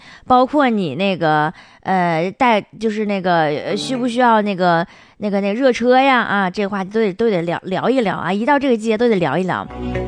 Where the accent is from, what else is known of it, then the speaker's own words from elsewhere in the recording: Harbin, Heilongjiang, China; 我只要听到咱们家乡的人讲话，我一下就能听出来是咱们哈尔滨的